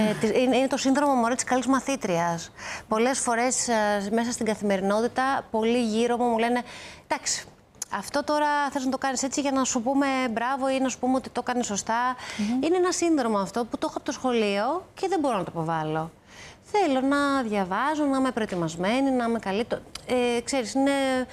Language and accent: Greek; Athens, Attica, Greece; ο μπαμπάς μου ήταν από το Λαφίστη Βιωτίας. Εγώ γεννήθηκα στην Αθήνα και μεγάλωσα στην Αθήνα.